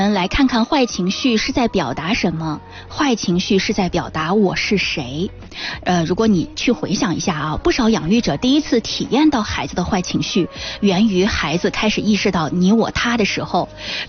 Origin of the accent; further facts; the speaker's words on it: Yanhu District, Shanxi, China; born there; also born or lived in Sichuan; 我是地地道道的盐湖区人，我的出生地呢在四川，不是，我也不知道